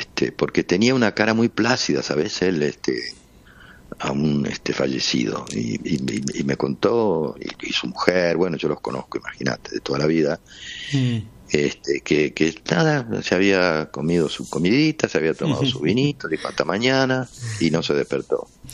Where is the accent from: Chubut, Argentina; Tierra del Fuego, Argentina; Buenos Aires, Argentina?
Buenos Aires, Argentina; Yo nací, me formé todo en Buenos Aires, sí.